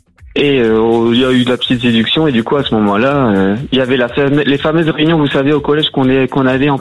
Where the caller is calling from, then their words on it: Dunkirk, Hauts-de-France, France; moi je viens de Dunkerque.